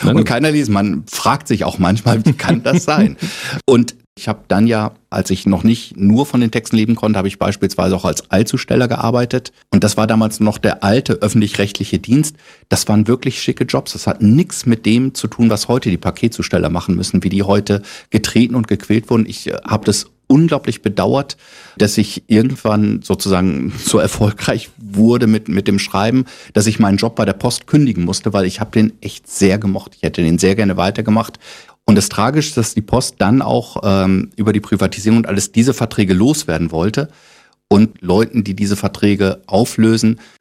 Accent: Lower Saxony, Germany

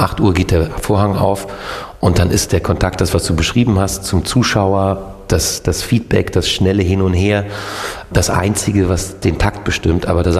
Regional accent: Northern Germany, Germany; Norddeutschland, Digga. Alter, ich habe keinen Akzent, ich habe keinen Dingsbums.

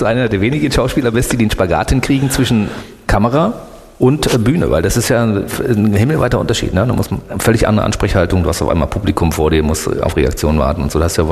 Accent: Berlin, Germany; accent: Berlin; Ich bin gebürtiger Berliner. In Ostberlin, in Kaulsdorf, geboren, aufgewachsen.

